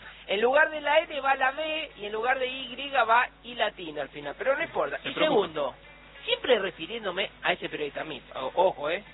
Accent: Santa Fe Province, Santa Fe, Argentina; born there; moved away; Pilla Trinidad, provincia de Santa Fe.

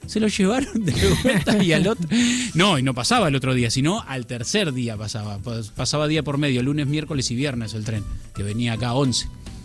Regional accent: Las Toscas, Buenos Aires Province, Argentina; allá en mi pueblo, un pueblo así de 400 habitantes, era Las Toscas

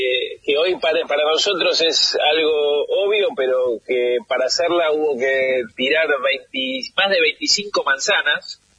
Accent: Buenos Aires, Argentina; para todos los porteños y para todos los argentinos que hemos vivido y hemos transitado el obelisco durante tantos años

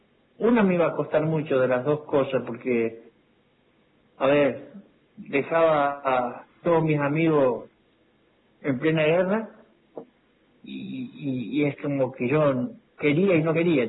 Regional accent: Mortero, Córdoba, Argentina; Y le contesto y la persona que me habla me dice, ¿de dónde sos? Y yo le digo, de Mortero.

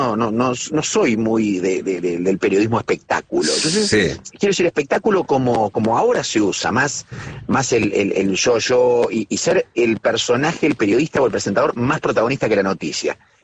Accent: Rafaela, Santa Fe, Argentina; also born or lived in La Plata; Yo soy de Rafaela, digo, ¿viste? Aun cuando no haya nacido en Rafaela.

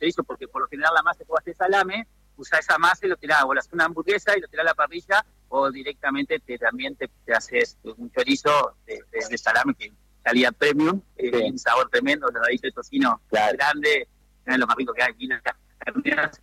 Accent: Viale, Entre Ríos, Argentina; born there; now in Paraná, Argentina; yo estoy acá a 50 kilómetros, donde nací en Viales, tengo un pequeño lugar donde procesamos la carne

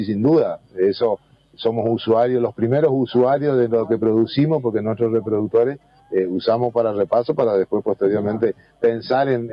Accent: Bella Vista, Corrientes, Argentina; Yo soy de Bellavista y soy miembro de la sociedad rural

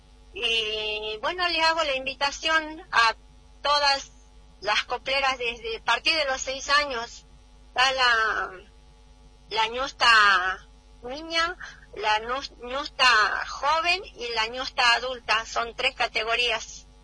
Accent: Pozuelos, Jujuy, Argentina; now in Salta, Argentina; mi gente jujeña. Yo soy de Pozuelos, departamento Rinconada.

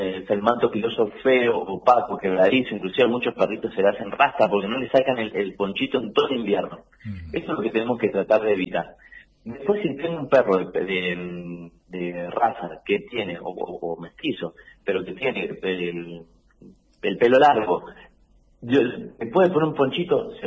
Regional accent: Real del Padre, Mendoza, Argentina; Yo soy de Real del Padre.

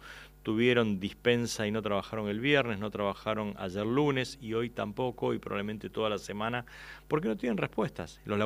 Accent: Argentina

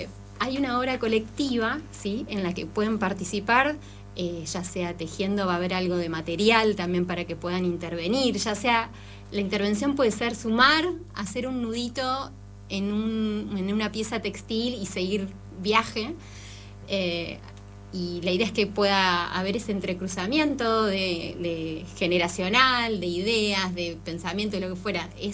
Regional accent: Neuquén, Argentina; also born or lived in Buenos Aires; yo de muy chiquita, porque crecimos en el Alto Valle, y en Neuquén

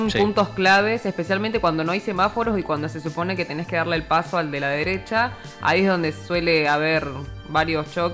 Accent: Argentina; nosotros como argentinos

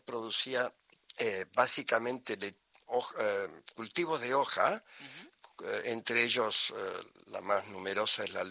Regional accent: Argentina; born there; No, yo nací aquí.

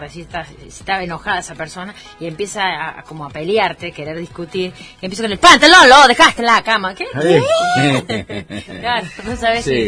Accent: Mendoza, Argentina; born there; now in San Luis, Argentina; yo soy de acá, Puntana, pero me he casi criado en Mendoza, y cuando voy a Mendoza de una que otra palabra la largo, por decirte como mendocina

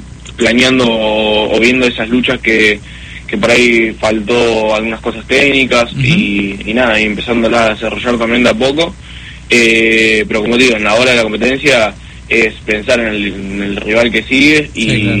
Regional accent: Santa Rosa, La Pampa, Argentina; moved away as an adult; now in Buenos Aires, Argentina; yo ahora actualmente estoy viviendo en Buenos Aires. Uh-huh. Nada, toda la preparación de cuando era más chico sí la estaba haciendo ahí en Santa Rosa, en mi hoyo

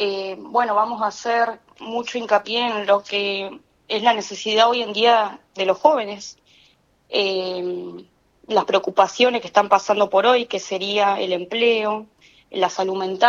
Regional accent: Viedma, Río Negro, Argentina; tengo 25 años, soy de Viedma

